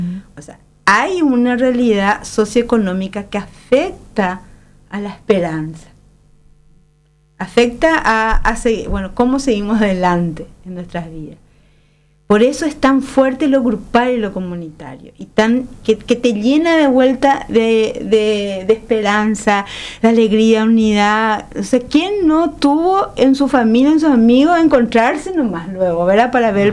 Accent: Paraguay; el fútbol fue un proyecto común para nosotros como paraguayos y paraguayas

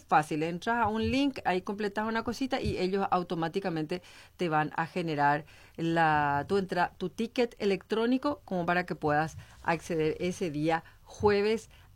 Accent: Paraguay; nosotros como paraguayos

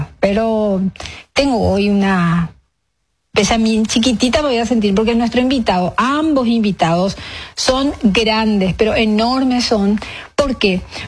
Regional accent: Paraguay

